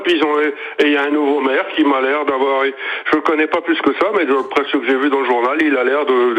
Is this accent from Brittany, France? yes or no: yes; Pommerit-le-Vicomte, Brittany, France; born there; now in Paimpol, France; je suis né à Pommeret-le-Vicomte, juste à côté.